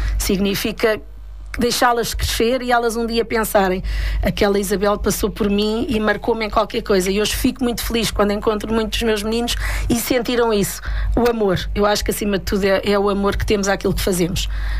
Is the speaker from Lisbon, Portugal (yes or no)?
yes; Mafra, Lisbon, Portugal; also born or lived in Mozambique; Mafra é o meu coração, é a minha terra, é aquilo que me faz sorrir também todos os dias, ainda que eu tenha outras, tenha a aldeia dos meus pais, Arcozelo da Serra Gouveia, que também me marca muito